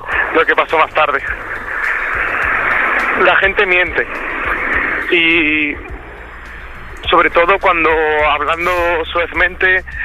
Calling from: Madrid, Community of Madrid, Spain; Soy corresponsal de Madrid

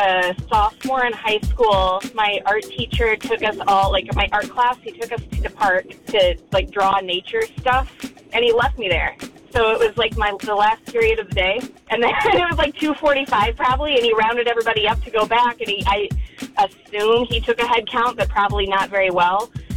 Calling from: Green Bay, Wisconsin, United States; Green Bay.

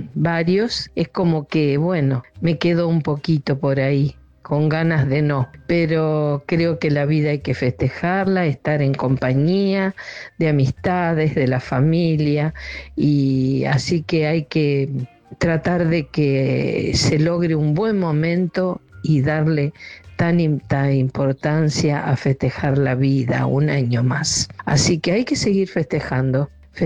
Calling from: Río Seco, Argentina; de Río Seco.

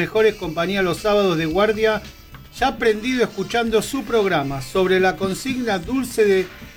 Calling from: Corrientes, Argentina; de Corrientes, Capital.

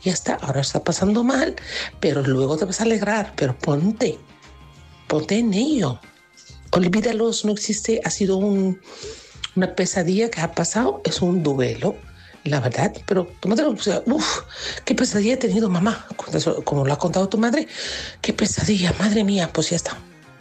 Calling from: Alicante, Valencian Community, Spain; de Alicante.

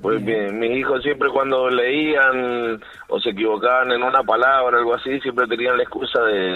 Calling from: Godoy Cruz, Mendoza, Argentina; De ahora de Godoy Cruz.

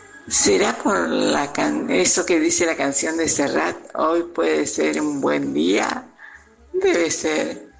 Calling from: Paraná, Entre Ríos, Argentina; de Paraná, Entre Ríos, a punto de cumplir mis 79 años.

